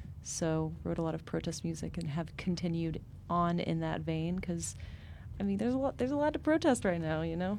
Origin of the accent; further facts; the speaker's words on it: Davis, California, United States; we're from Davis also.